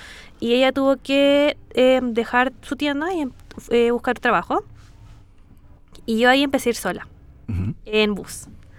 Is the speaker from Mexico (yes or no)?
no; Santiago, Santiago Metropolitan Region, Chile; Y yo soy de Santiago.